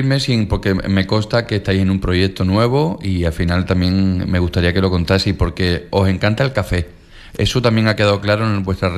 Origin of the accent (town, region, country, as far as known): Canary Islands, Spain